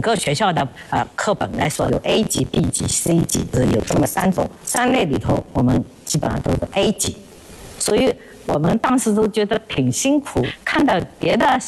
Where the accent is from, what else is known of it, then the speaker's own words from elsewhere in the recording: China; 我们中国人